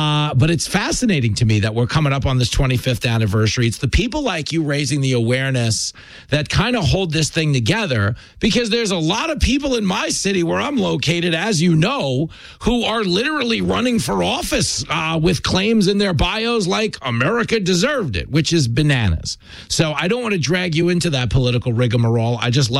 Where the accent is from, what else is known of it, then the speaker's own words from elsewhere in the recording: New York, United States; as a New Yorker, okay, you know, everything is so crazy and expensive here.